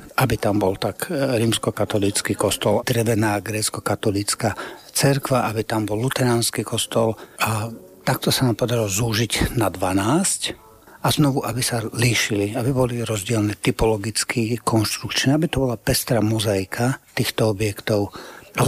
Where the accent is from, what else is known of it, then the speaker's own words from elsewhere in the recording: Žilina Region, Slovakia; Zvlášť, keď pochádzam z Oravy a pochádzam z dediny, kde jeden takýto kostolík stojí.